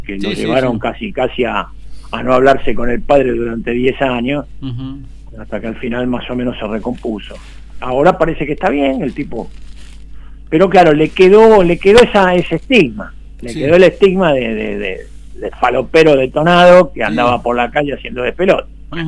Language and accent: Spanish; Paraguay; moved away; tendría que ir a pasar una vacación a mi pueblo allá a Paraguay